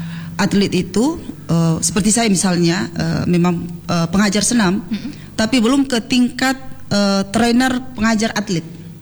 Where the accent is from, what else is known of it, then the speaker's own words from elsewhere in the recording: East Kalimantan, Indonesia; now in Mamuju, Indonesia; saya itu besarnya di Kaltim.